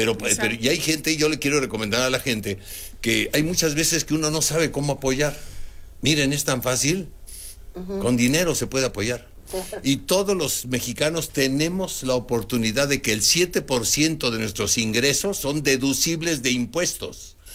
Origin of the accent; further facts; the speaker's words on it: Mexico City, Mexico; born there; Yo nací en la Lagunilla, por eso lo menciono.